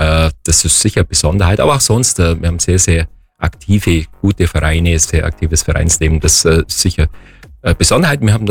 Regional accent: Wildpoldsried, Bavaria, Germany; also born or lived in Weiden; Ich war zwar zuerst ein paar Jahre in Weidna, weil meine Eltern Lehrer waren und auch versetzt wurden, wie das so üblich ist bei Lehrer. Das heißt, ich bin in Weidna geboren und die ersten Jahre in Weidna aufgewachsen und dann kamen wir wieder zurück. Mein Elternhaus war schon in Wildpolsried.

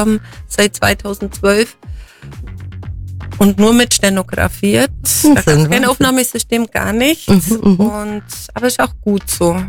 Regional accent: Unteregg, Bavaria, Germany; Ich bin auf dem Dorf aufgewachsen, Untereck bei Dillewang.

